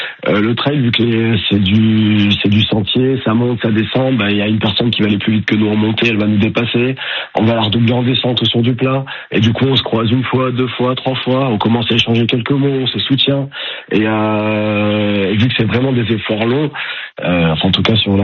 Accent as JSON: {"language": "French", "region": "Provence-Alpes-Côte d'Azur", "country": "France", "tie": "born or raised there", "said": "Moi, du coup, je suis originaire de la Côte d'Azur. Je suis grandi à Montsartou, donc pas bien loin de Nice."}